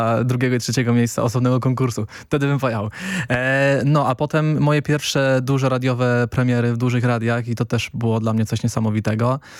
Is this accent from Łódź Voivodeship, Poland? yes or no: no; Młynne, Lesser Poland, Poland; also born or lived in Kraków / Katowice / London; Tak, ja w ogóle pochodzę z Młynnego, koło Limanowej, więc jeszcze mniejsza wioseczka. A w Krakowie rzeczywiście mieszkałem, potem w Katowicach.